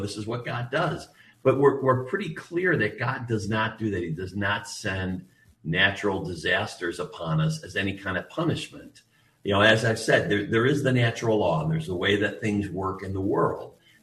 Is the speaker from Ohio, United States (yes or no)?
yes; Cleveland, Ohio, United States; Yes. Yeah. I grew up in the Cleveland area.